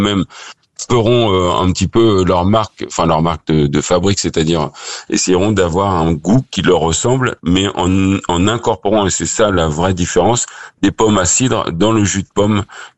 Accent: Normandy, France; Chez nous, dans le Pays de Caux

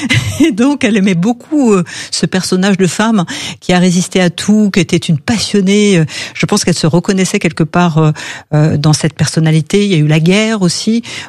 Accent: Saint-Laurent-de-Mure, Auvergne-Rhône-Alpes, France; also born or lived in Lyon; now in Paris, France; j'ai eu mes très belles années d'enfance à Saint-Laurent-de-Mur, mais je suis née à Lyon. Hein. Je suis une vraie Lyonnaise du 6e arrondissement. Après, j'ai habité aussi dans le 4e, à la Croix-Rousse, la colline qui travaille. Donc, je suis une vraie Lyonnaise

